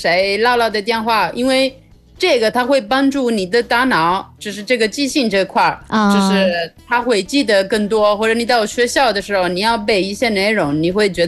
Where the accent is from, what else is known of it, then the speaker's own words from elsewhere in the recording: Italy; Chinese is a second language; 感谢大家 ，Ciao a tutti，